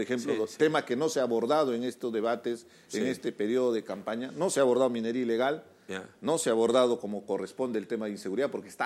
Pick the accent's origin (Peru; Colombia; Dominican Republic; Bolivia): Peru; Viajo mucho por nuestro Perú profundo.